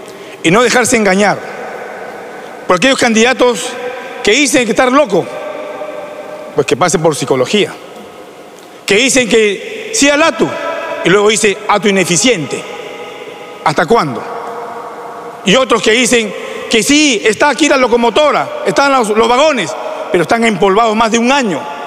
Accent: Peru; Juntos por el Perú es un partido que representa al Perú profundo, a la gente de los cerros de donde yo vengo.

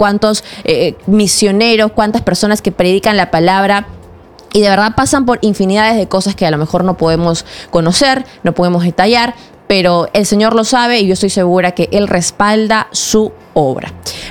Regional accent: Peru; Somos peruanos, amamos la tierra en donde hemos nacido

